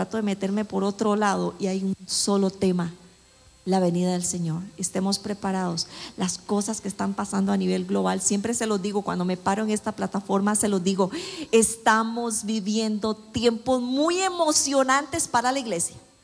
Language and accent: Spanish; Costa Rica; now in Panama; yo vengo de un país donde tiembla cada rato, ¿verdad? Nosotros los ticos